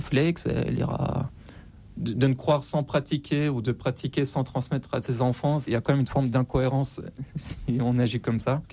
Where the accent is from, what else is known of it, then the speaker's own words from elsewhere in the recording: Iran; moved away; quand j'ai quitté l'Iran, bah, très vite, il y a eu le Covid. Moi, j'ai commencé mes activités médiatiques. En fait, je me suis retrouvé, sans m'en rendre compte, un peu exilé.